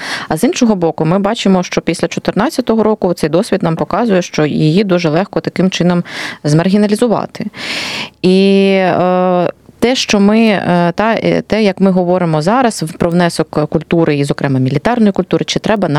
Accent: Donbas, Ukraine; Я з Донбасу

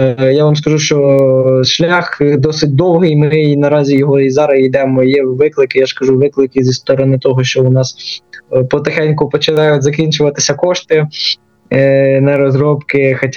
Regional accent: Kharkiv, Kharkiv Oblast, Ukraine; я сам з Харкова

